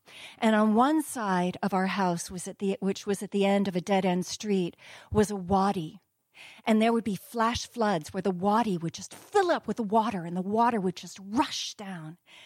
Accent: Jordan; also born or lived in Egypt / Lebanon / Syria / Kuwait; So I was born in Egypt and grew up in Jordan, Lebanon, Syria, Kuwait, Saudi Arabia, Morocco, and Algeria.

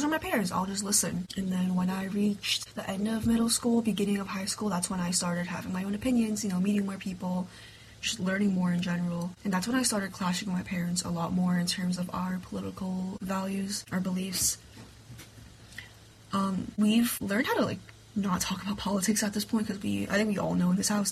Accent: Brooklyn, New York, United States; growing up in Brooklyn, and where I went to high school, I'm pretty sure the racial demographic was, like, 60% Asians.

